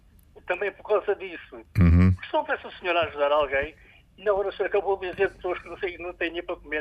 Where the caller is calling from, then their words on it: Portugal; Nós estamos num país que é um grande país, Portugal, que eu sou português